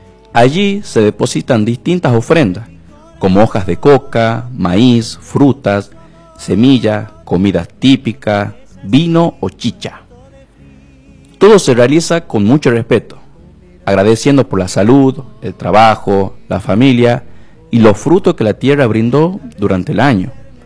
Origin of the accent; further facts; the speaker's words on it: Tucumán, Argentina; en nuestra provincia de Tucumán